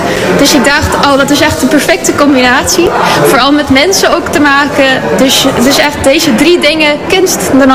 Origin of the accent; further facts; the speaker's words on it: South Africa; now in Vlieland, Netherlands; Zuid-Afrika, op een natuurreservaat. Dus Vlieland is de tweede beste daarnaast. Ja, nee, maar Vlieland is echt mijn thuis nu.